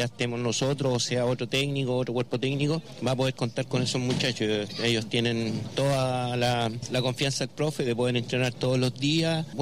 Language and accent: Spanish; Angol, Araucanía, Chile; soy de Angol igual.